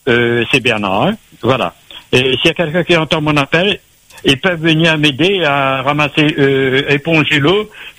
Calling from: La Possession, Réunion; J'habite à Sainte-Thérèse

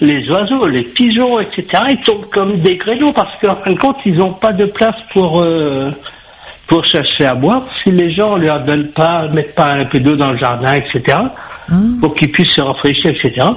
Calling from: Nanterre, Île-de-France, France; Ben là, moi j'habite en région parisienne, du côté de la Défense Nanterre.

